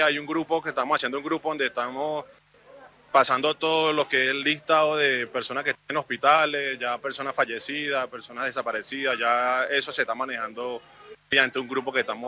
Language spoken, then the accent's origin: Spanish; Venezuela; now in Ecuador; nuestro país Venezuela